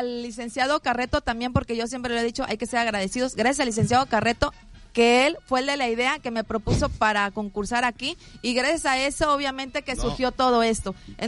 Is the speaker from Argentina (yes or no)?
no; Veracruz, Mexico; como buena veracruzana, buena jarocha.